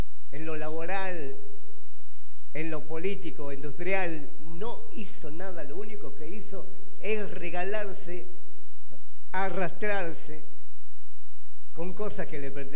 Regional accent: Argentina; Como argentino yo lo tengo que decir

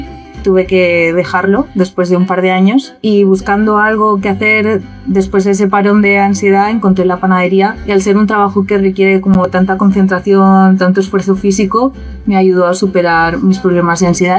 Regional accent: Mexico; moved away as an adult; now in Madrid, Spain; No, yo soy de México. Y bueno, yo estuve ya mucho tiempo con panaderías en México. Puse 3 sucursales y de ahí me vine para acá.

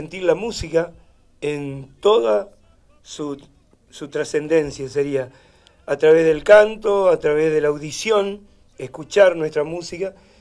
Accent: Argentina; Yo creo que como argentino y por la educación que recibí, yo creo que no había opción.

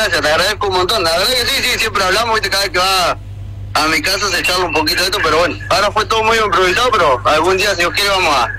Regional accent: Santa Teresita, Buenos Aires Province, Argentina; Yo soy de Santa Teresita.

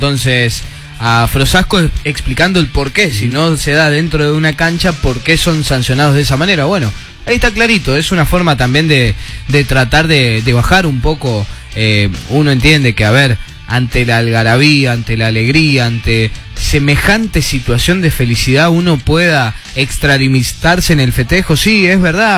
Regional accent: Argentina; somos todos argentinos

